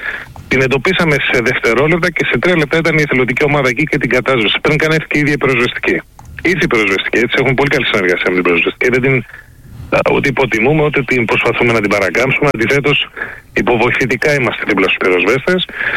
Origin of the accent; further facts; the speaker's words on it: Kefalonia, Ionian Islands, Greece; είναι το νησί μου Κεφαλονιά